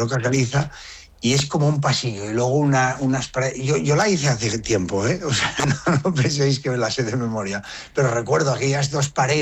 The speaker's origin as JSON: {"language": "Spanish", "town": "La Collada", "region": "Asturias", "country": "Spain", "tie": "born or raised there", "said": "arriba a La Collada, que ves Picos de Europa, que ves el Sueve, pero no quiero que vayan, porque es mi pueblo."}